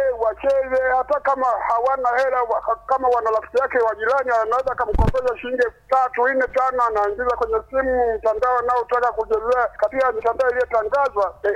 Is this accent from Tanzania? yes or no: yes; Ulanda, Iringa, Tanzania; Natoka mkoa wa Iringa, wilaya ya Iringa vijijini, alafa ya Kalenga, kijiji cha Ulanda.